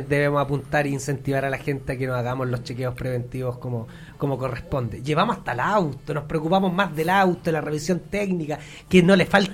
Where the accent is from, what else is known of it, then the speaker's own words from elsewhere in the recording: Chile; como chilenos, muchas veces somos... re malos para ir a un chequeo